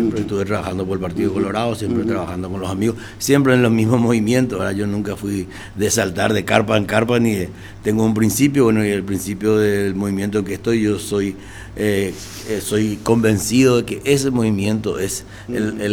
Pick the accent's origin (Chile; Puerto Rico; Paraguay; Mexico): Paraguay; Ciudad del Este, Alto Paraná; born there; pionero de Ciudad del Este, nacido en Ciudad del Este, vengo de una familia tradicional